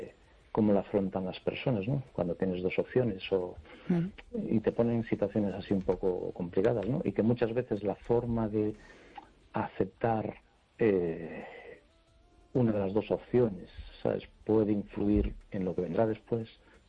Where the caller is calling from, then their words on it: A Coruña, Galicia, Spain; de Coruña.